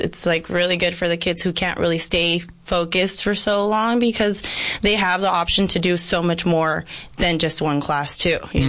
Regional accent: Yuma, Arizona, United States; Yes, born and raised here in Yuma, Arizona.

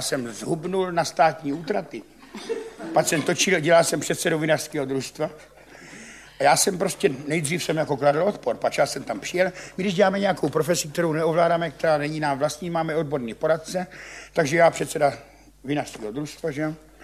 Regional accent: Ivančice, South Moravian Region, Czechia; jsem z Ivančic, ale nepiju

